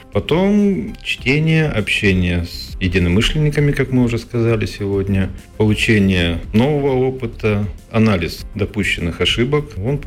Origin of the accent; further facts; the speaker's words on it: Stavropol Krai, Russia; born there; now in Khanty-Mansiysk, Russia; И когда я родился здесь, в Ханты-Мансийске, потом с родителями уехали на юг, и там я, соответственно, все это пчеловодство видел своими глазами, кушал мед, получал укусы от пчел, и все это я видел, будучи маленьким.